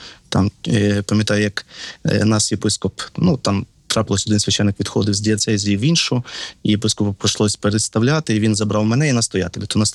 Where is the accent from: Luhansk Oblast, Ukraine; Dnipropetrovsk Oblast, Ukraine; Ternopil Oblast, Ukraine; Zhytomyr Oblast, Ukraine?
Zhytomyr Oblast, Ukraine; Korosten; born there; also born or lived in Berdychiv / Kyiv; я сам родом з Бердичева, народився в місті Бердичеві. Потім так склалося, що в 10 років я переїхав до міста Коростеня і закінчивши школу вже там в місті Коростені